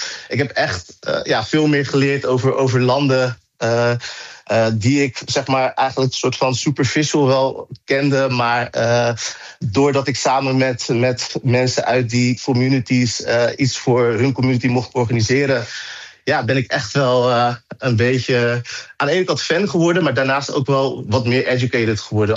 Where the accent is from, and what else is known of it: Netherlands; born or raised there